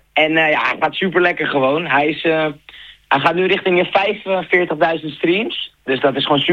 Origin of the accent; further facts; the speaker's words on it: Haarlem, North Holland, Netherlands; born there; ik ben geboren in Haarlem en ik woon in de buurt van Amsterdam.